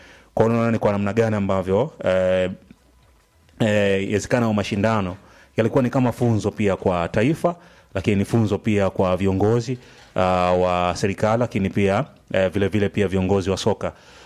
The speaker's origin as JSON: {"language": "Swahili", "country": "Tanzania", "said": "sisi ni Watanzania tunajijua."}